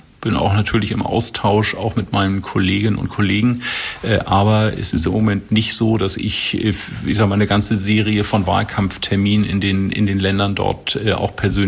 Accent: Eckernförde, Schleswig-Holstein, Germany; obwohl ich ja Ehrenmitglied des BC 78 in meiner Heimatstadt Engernförde bin.

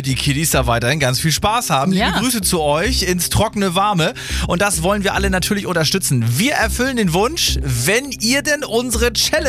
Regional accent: Schleswig-Holstein, Germany; Und heute geht es in meine Heimat, nämlich nach Dithmarschen.

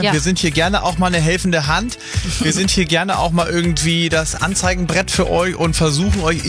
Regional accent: Hennstedt, Schleswig-Holstein, Germany; Und bald ist jetzt Thomas aus meiner Heimat Hennstedt in Dithmarschen.

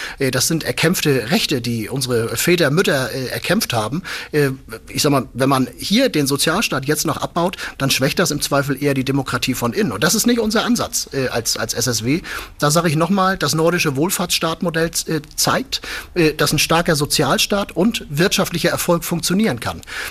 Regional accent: Flensburg, Schleswig-Holstein, Germany; Und ich meine, ich komme ja aus Flensburg.

